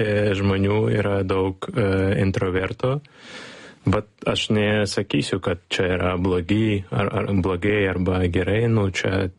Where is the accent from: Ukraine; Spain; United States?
Ukraine; Lithuanian is a second language; now in Lithuania; Nors čia labai, labai šilta, kaip ukrainietis, ar aš galvoju tokie, kas dar, daugiau ir daugiau yra užsieniečių Lietuvoje taip pat.